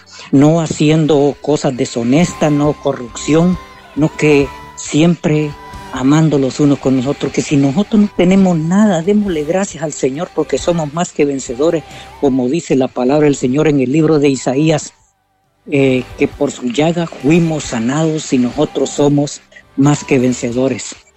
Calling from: Gualala, Santa Bárbara, Honduras; de aquí de Guacamaya, Gualala.

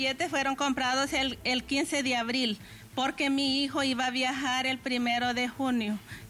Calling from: Spain; Yo vivo en España, yo soy residente en España.

